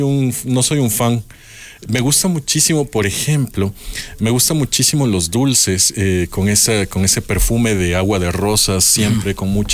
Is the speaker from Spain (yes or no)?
no; Ecuador; porque como los ecuatorianos todos les solemos decir turco.